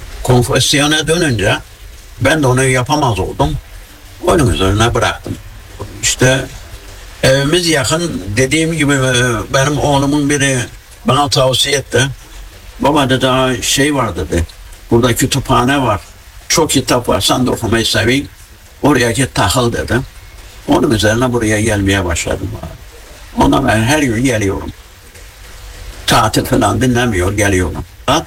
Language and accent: Turkish; Gaziantep, Turkey; born there; 1950 yılında işte Gaziantep'te doğdum.